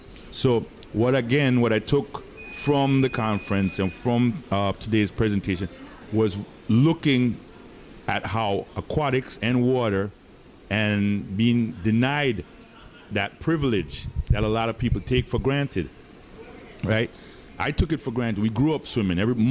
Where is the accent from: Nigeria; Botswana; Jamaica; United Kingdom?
Jamaica; now in Miami, United States